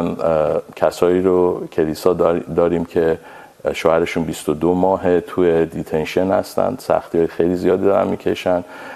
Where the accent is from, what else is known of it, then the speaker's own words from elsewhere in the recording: Iran; moved away; من به عنوان یک ایرانی با پاسپورت ایرانی وقتی وارد آمریکا به عنوان پناهنده میشم